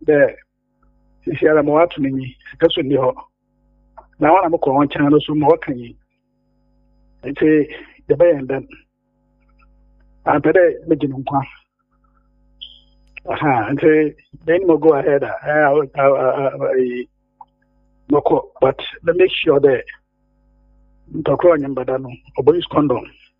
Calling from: Kampala, Central Region, Uganda; I'm calling from Kampala.

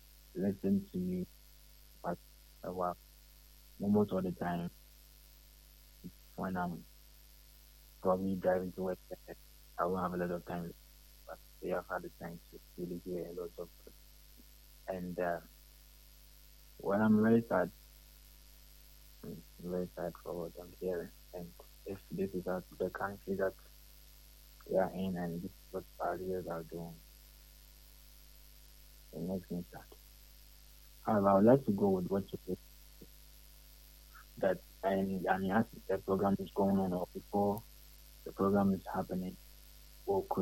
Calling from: Takoradi, Western Region, Ghana; I'm calling from Takoradi.

